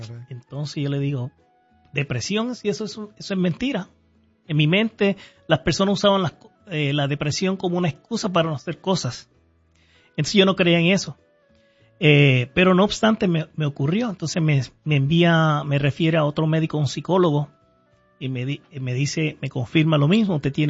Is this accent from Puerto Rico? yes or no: yes; Puerto Rico; now in United States; En el 1998 salí de Puerto Rico a los Estados Unidos. Y mi hermana vivía en el estado de Minnesota, un par de horas de aquí.